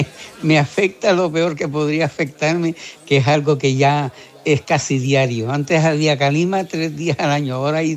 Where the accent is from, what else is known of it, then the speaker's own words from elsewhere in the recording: Teror, Canary Islands, Spain; estar aquí en mi pueblo, que hoy es el pueblo de toda Canarias